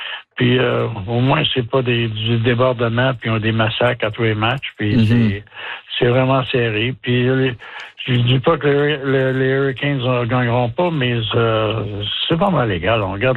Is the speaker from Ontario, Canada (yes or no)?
no; Montreal, Quebec, Canada; Ben, j'ai grandi à Montréal avec Jean Bigreau.